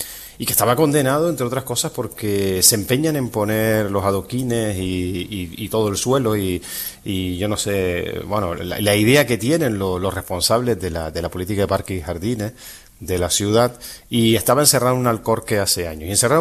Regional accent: Las Palmas, Canary Islands, Spain; Pero Messi ha sido un regalo. Y Pelé también fue un regalo, y Di Stéfano, y para los que somos de las Palmas Brindisi, Germán, ¿no?

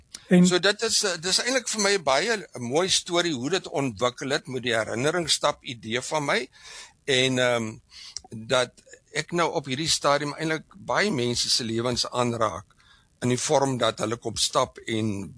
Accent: Worcester, Western Cape, South Africa; now in Porterville, South Africa; Ek is op Woester gebore.

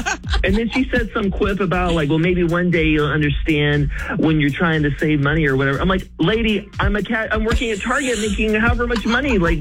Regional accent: Atlanta, Georgia, United States; I grew up in the Atlanta, Georgia area.

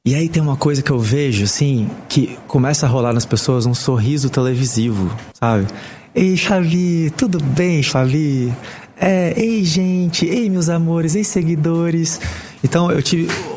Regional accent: Brazil

